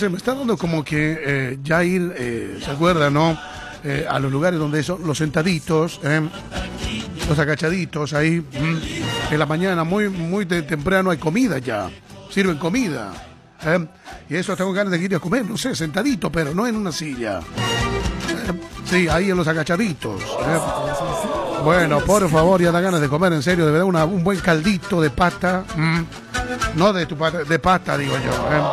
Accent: Bolivia

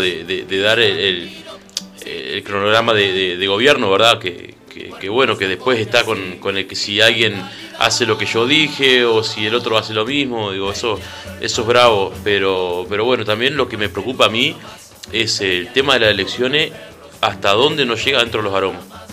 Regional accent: Maldonado, Uruguay; Yo soy de Barrio Rivera, Maldonado, soy de Barrio Rivera.

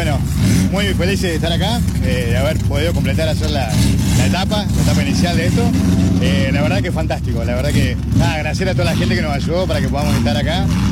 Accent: Comallo, Río Negro, Argentina; yo soy de Comayo en realidad

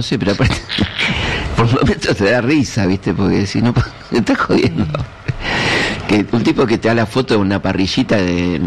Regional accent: Argentina; porque somos argentinos

